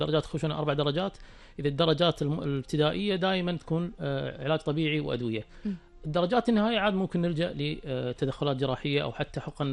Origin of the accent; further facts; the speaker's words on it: Kuwait; احنا عندنا بالكويت